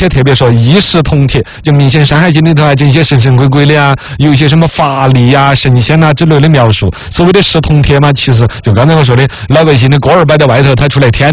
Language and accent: Chinese; China